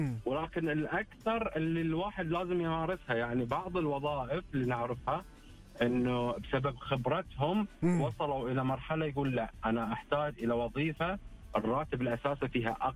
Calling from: Riyadh, Riyadh Province, Saudi Arabia; كلمك من الرياض

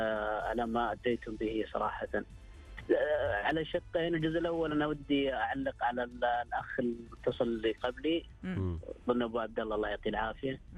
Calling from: Dammam, Eastern Province, Saudi Arabia; من الدمام.

